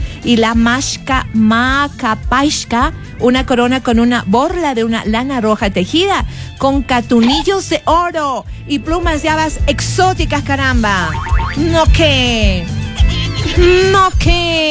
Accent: Ecuador; Recuerden que somos ecuatorianos y no somos muy altos los ecuatorianos.

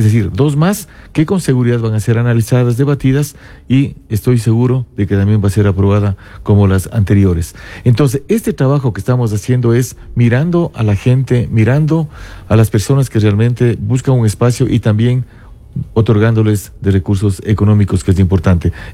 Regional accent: San Antonio de Ibarra, Imbabura, Ecuador; en mi caso de San Antonio de Ibarra, yo soy de San Antonio

